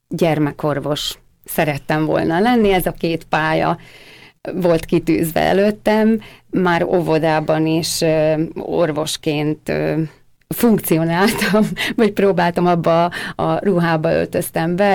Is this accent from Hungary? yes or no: no; Southern Slovakia, Slovakia; mi itt például a Felvidéken, vagy akár nagy nemzetként is, magyarként meg tudjunk maradni.